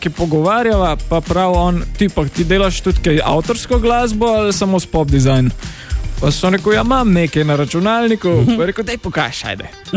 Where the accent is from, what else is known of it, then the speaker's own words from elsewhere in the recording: Višnja Gora, Central Slovenia, Slovenia; Sem čisto krven, zelo dolniko. Jaz sem drugač iz Višnje Gore.